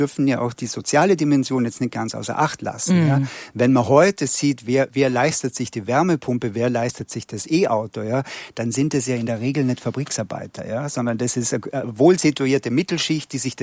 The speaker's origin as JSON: {"language": "German", "country": "Austria", "said": "Also ich war jetzt letzte Woche in Vorarlberg, ich bin ja aus Österreich, da war ich bei meiner Mutter auf Besuch"}